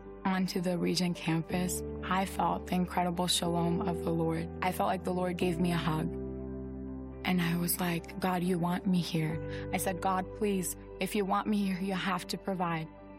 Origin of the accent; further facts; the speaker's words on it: Albania; They're like, "We're actually headed to Albania." I said, "What? I'm from Albania."